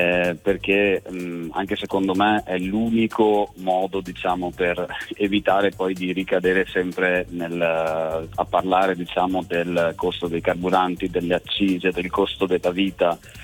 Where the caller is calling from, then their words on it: Veneto, Italy; Chiamo dalla provincia di Treviso.